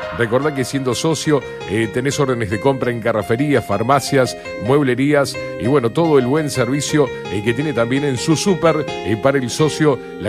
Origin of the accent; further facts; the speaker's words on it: Uruguay; Porque yo en la penca voy a poner con letra mayúscula Uruguay. Soy uruguayo, muchacho.